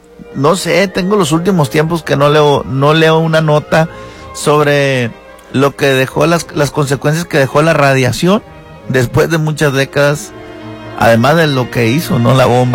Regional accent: Sinaloa, Mexico; Somos capaces los sinaloenses de también estarlo celebrando

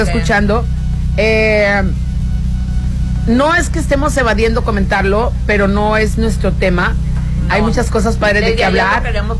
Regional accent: Sinaloa, Mexico; como sinaloenses, como mexicanas, queremos de verdad lo mejor para nuestro estado

